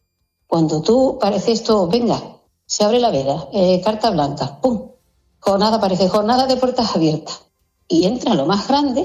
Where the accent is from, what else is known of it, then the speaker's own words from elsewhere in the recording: Ceuta, Spain; Nosotros somos españoles, tanto Ceuta como Melilla, y independientemente de las creencias religiosas, nuestro vecino, ¿no? ¿Qué digo yo? Nuestra población caballa, mayoritariamente es musulmana y cristiana